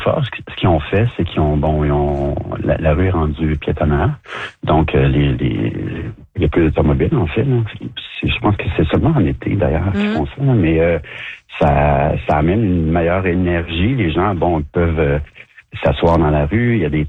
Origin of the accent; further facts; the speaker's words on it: Montreal, Quebec, Canada; je suis Montréalais d'origine. Donc, j'ai vu la rue Mont-Royal, la rue Ontario.